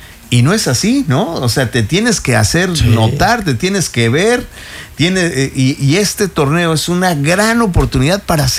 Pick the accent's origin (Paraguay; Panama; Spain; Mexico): Mexico; como mexicanos le metemos pasión a eso.